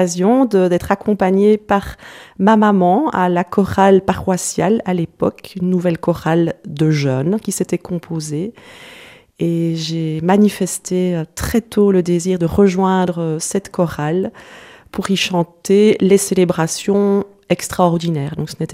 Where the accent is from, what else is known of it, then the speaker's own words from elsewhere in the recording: Sambreville, Wallonia, Belgium; j'ai grandi à Sambreville, dans le village d'Arcimon. Alors, donc, le village se situe dans la commune de Sambreville, exactement entre Namur et Charleroi.